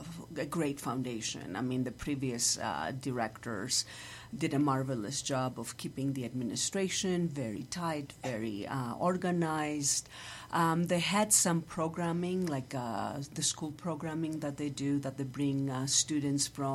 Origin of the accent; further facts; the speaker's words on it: Greece; English is a second language; moved away as an adult; now in United States; that hits home because I'm from Greece. And back in the day in Greece before I came to the U.S. to finish my master's, I was working as a director at a folklore museum in Skopelos Island, Greece.